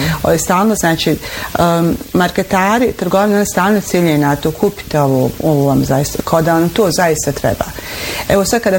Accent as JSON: {"language": "Bosnian", "country": "Bosnia & Herzegovina", "said": "Znate, mi smo Bosanci, ja ne znam, jedan narod poput našeg da voli, mi smo vesel narod, srdačan"}